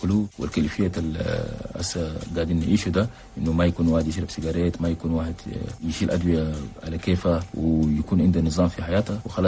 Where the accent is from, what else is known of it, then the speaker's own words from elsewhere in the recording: Chad; لكن عندنا في تشاد ما بيدنا ماله لأنه في تشاد إلى الآن ما عندنا يعني قانون يقدر ينظم لنا الزرع